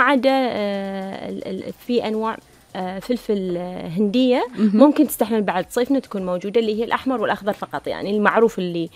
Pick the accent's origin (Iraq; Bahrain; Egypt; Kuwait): Bahrain; احنا عندنا في البحرين